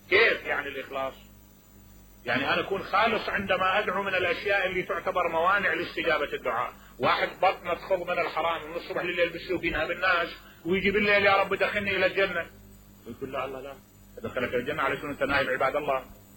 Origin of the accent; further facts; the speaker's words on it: Najaf, Najaf Governorate, Iraq; قلت من النجف